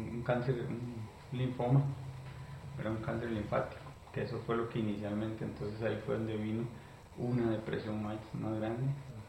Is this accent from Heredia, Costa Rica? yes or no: no; El Guarco, Cartago, Costa Rica; born there; yo nací en una provincia de acá de Costa Rica que se llama Cartago, específicamente en el Guarco. Yo soy el mayor de cuatro hijos, ¿verdad?